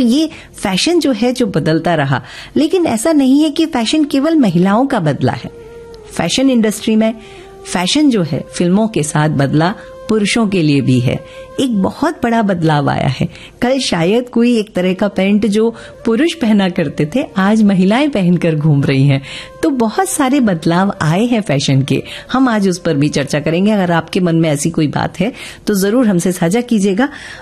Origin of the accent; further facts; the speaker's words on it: Mumbai, Maharashtra, India; बचपन में हम खार मुंबई में रहते थे, पूज्य माता जी जब भी लिंकिंग रोड के हेयर ड्रेसर के पास ले जाती थी